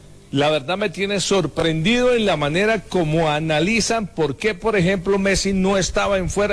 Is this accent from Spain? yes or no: no; Netherlands; Y soy holandés.